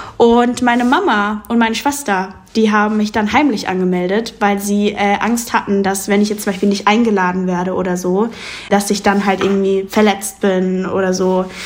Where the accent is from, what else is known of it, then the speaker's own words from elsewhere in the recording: Mannheim, Baden-Württemberg, Germany; ich bin gebürtige Deutsche und ich bin in Mannheim auch groß geworden und aufgewachsen.